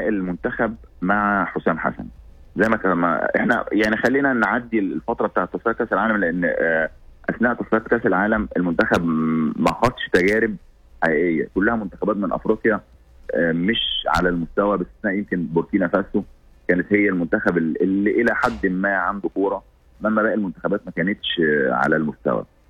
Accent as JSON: {"language": "Arabic", "country": "Egypt", "said": "احنا كمصريين"}